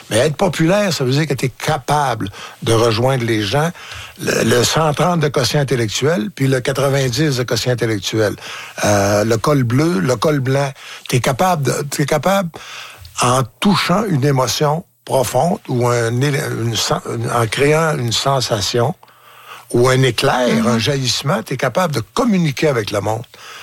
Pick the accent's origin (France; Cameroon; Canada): Canada; Falardeau, Quebec; Oui. Mais je viens de Falardeau.